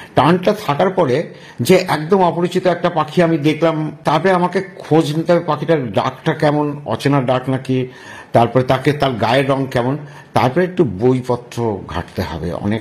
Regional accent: West Bengal, India; also born or lived in Kolkata; now in Santiniketan, India; আমার ছোটবেলাটা কেটেছে শহরে নয়, গ্রামে, বসিরহাটে ওদিকের একটা গ্রামে আমাদের গ্রামের বাড়ি ছিল। সেখান থেকে পরে কিছুদিনের জন্য শহরে এসেছিলাম, কলকাতায় ছিলাম, তারপরে তো আবার শান্তিনিকেতনে আসি। শান্তিনিকেতনটাকে গ্রাম বলা যায় না, আবার শহরও বলা যায়

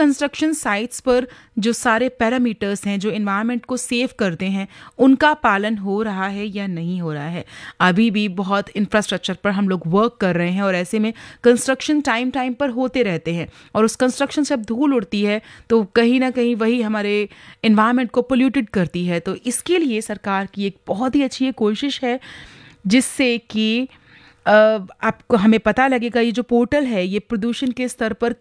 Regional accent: Delhi, India; Being a Delhi वाले हम हमेशा कोशिश करते हैं कि हमारा शहर हमेशा क्लीन रहे।

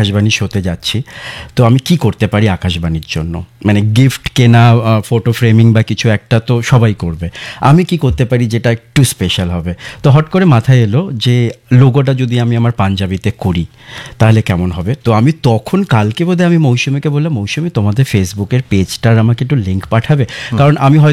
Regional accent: West Bengal, India; now in Kolkata, India; আমি কলকাতা, আমি ফ্রম আমি বেসিক্যালি আমি উত্তরবঙ্গের, কলকাতায় আমি একা থাকি।

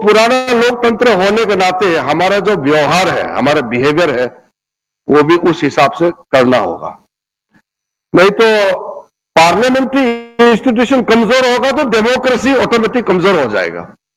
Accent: North East India, India; मैं तो ऐसा जगह से आता हूं, वेस्ट बंगाल तो हमारे लिए कैपिटल जैसे है

